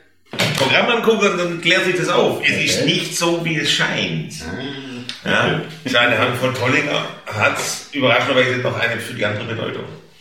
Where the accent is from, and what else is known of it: Stuttgart, Baden-Württemberg, Germany; accent: Oxford Swabian